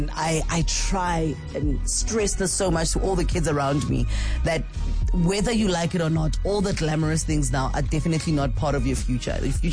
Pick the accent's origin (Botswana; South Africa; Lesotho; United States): South Africa; Soweto, Gauteng; Because I know growing up in Soweto, there were libraries in every area.